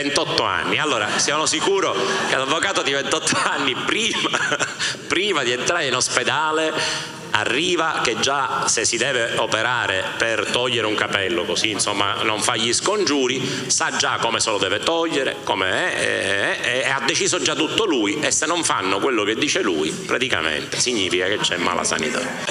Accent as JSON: {"language": "Italian", "region": "Sicily", "country": "Italy", "said": "sono siciliano"}